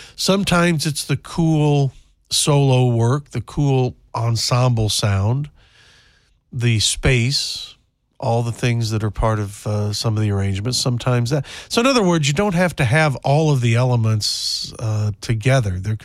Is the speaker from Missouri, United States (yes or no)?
yes; Kansas City, Missouri, United States; When I was growing up in Kansas City, you could sometimes, if the weather was just right, you could pick up the St. Louis radio stations.